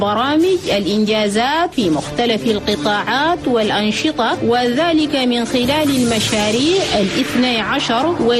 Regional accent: Chad; عاداتنا وتقاليدنا وقيمنا التشادية ودائما خليه يكون بيناتنا نشر هنا رسالة ثقافة السلام والتعايش السلمي لأن بلدنا تشاد كان زمان الناس يرفوه بالحروب وعدم الاستقرار

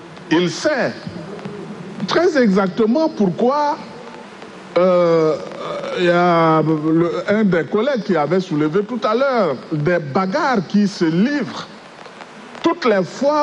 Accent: Chad; chez nous au Tchad.

